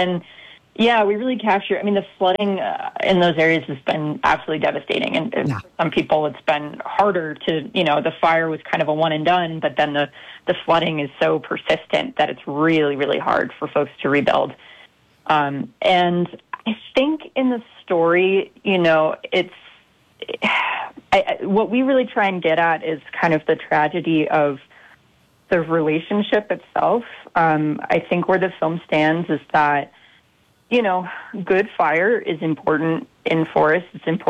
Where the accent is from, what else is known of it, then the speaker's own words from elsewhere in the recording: Maine, United States; moved away as an adult; now in Taos, United States; I grew up in the Northeast in Maine